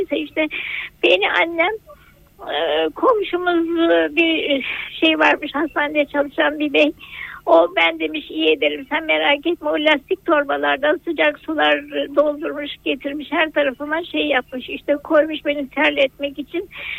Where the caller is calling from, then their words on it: Samsun, Turkey; Samsun'dan arıyorum ben